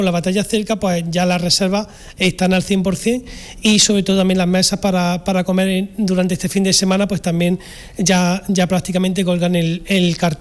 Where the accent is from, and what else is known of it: Hornos, Andalusia, Spain